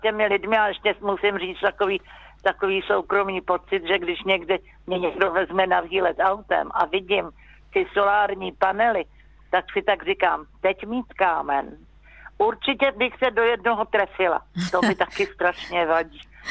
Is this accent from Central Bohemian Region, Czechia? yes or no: yes; Dobříš, Central Bohemian Region, Czechia; Maturitní třída a chtěli jsme cvičit, jenže u nás v Dobříši byla jediná možnost cvičit za svazárm.